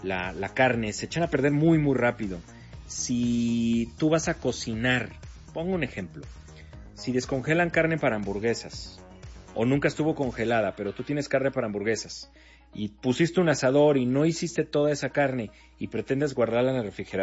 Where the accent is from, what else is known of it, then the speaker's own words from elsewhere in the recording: northern Mexico, Mexico; somos norteños.